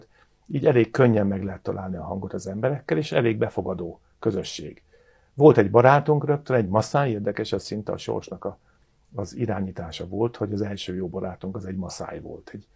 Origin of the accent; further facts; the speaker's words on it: Hungary; now in Germany; magyarként Németországba kimentünk tanulni, ott megálltuk a helyünket